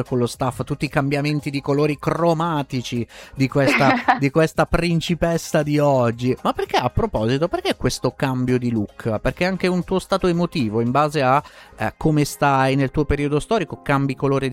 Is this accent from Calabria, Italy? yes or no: yes; Calabria, Italy; anch'io sono terrone come te, quindi io provengo dalla Calabria, pure noi.